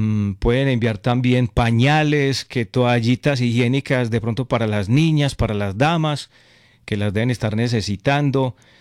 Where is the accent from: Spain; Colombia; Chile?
Colombia; Concordia, Antioquia; Como ustedes saben, ella vive en Concordia, yo soy del pueblo, yo soy de Concordia.